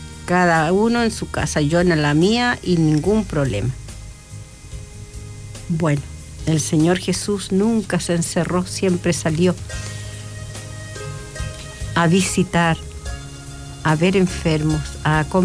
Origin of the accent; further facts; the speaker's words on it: Chile; nosotros, los chilenos, sabemos lo que significa eso.